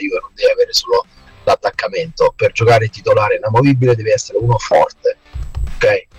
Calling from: Turin, Piedmont, Italy; da Torino

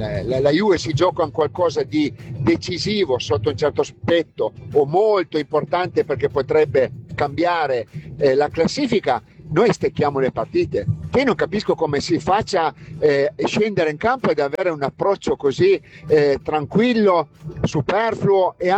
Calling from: Saluzzo, Piedmont, Italy; da Saluzzo.

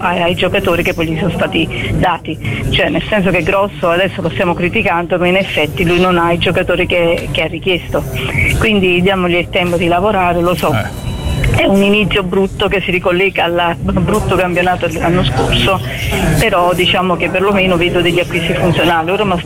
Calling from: Castellabate, Campania, Italy; Io da Castellabate, provincia di Salerno, paese di Benvenuti al Sud.

